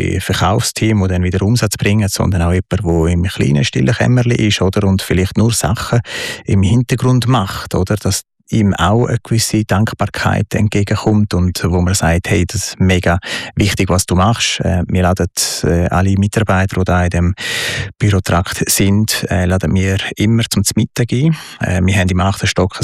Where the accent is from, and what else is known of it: Italy; born or raised there; also born or lived in Uster, Switzerland